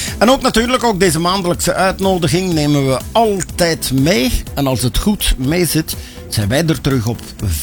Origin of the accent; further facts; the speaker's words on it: Belgium; Maar ik ben Belg, ik ben daar fier op.